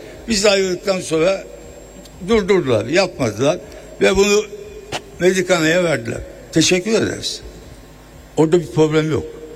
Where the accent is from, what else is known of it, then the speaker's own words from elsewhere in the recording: Diyarbakır Province, Turkey; born there; Ben Diyarbakır ve Erkan Ali kasasında doğdum.